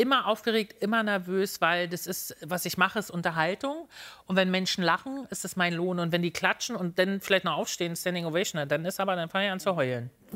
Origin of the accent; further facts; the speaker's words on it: Berlin, Germany; Und ich komme aus Berlin.